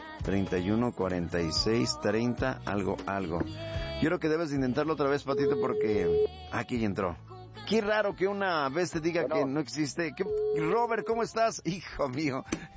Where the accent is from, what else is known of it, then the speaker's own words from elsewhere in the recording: Huauchinango, Puebla, Mexico; born there; Yo nací ahí, ¿sabes dónde? En la calle de Colón número 1, ahí junto a la cúpula.